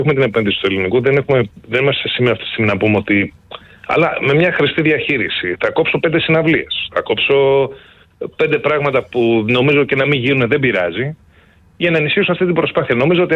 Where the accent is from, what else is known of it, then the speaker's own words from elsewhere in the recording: Mavrata, Ionian Islands, Greece; moved away; πας και στην Κεφαλονιά, ας πούμε, στο χωριό μου